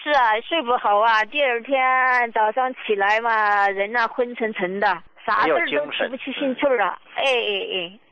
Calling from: Chongqing, China; 我是重庆这边的患者，我也是你们的老用户了呀

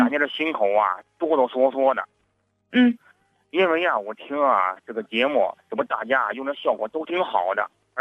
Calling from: Shenyang, Liaoning, China; 终于和你通上电话了。我是沈阳的。

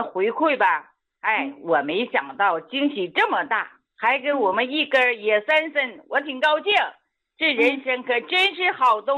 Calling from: Harbin, Heilongjiang, China; 我是黑龙江哈尔滨的，

